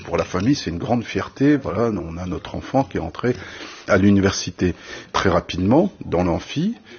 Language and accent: French; Wattrelos, Hauts-de-France, France; also born or lived in Roubaix; Oui, je suis né à Roubaix, mais j'ai vécu toute mon enfance à Wattrelos. Donc c'est juste à côté.